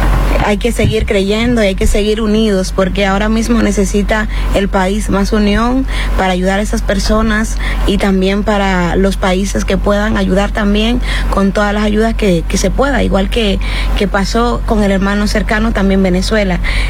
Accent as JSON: {"language": "Spanish", "country": "Dominican Republic", "tie": "born or raised there", "moved": "as an adult", "lives_now": "Spain", "said": "siempre digo que soy de un campo, del Cruce de San Rafael, un campo pequeño, pero en esa trayectoria también de infancia viví en Rancho Español, en Samaná, cuando recién nací. Y luego me fui de adolescente a Los Mameyes, Santo Domingo Este."}